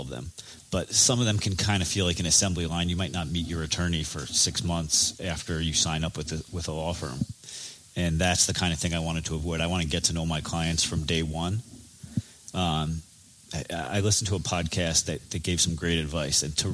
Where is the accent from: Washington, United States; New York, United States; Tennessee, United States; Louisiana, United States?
New York, United States; White Plains; now in Philadelphia, United States; I've been a personal injury attorney for about 13 years now. I grew up in New York in White Plains, a city a little bit above.